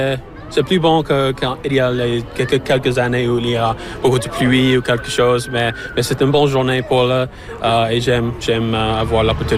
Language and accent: French; Bonshaw, Prince Edward Island, Canada; French is a second language; also born or lived in Charlottetown; je viens ici de Charlottetown. Je vis dans Charlottetown pendant que j'étais 18 ans, mais je viens de Bonshaw.